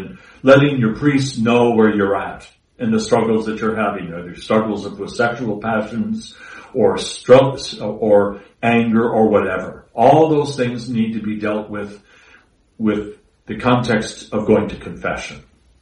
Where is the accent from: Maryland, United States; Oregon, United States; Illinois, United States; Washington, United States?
Washington, United States; Spokane; born there; now in Vashon Island, United States; I can remember when I was in grade school in Spokane